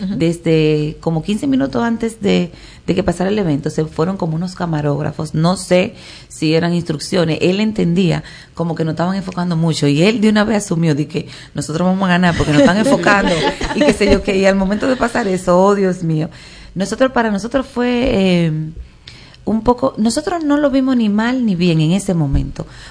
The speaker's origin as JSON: {"language": "Spanish", "town": "Concepción de La Vega", "region": "La Vega", "country": "Dominican Republic", "said": "como yo soy de La Vega, yo sé que es Concepción de La Vega, uh-huh, que se llama"}